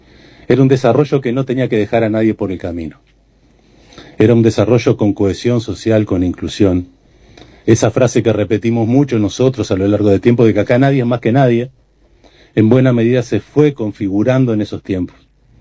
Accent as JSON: {"language": "Spanish", "country": "Uruguay", "said": "empezamos a dar los primeros pasos como uruguayos"}